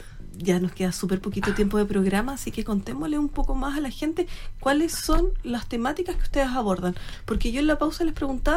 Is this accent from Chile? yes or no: yes; Chile; cuando llegan las fiestas patrias somos todos chilenos.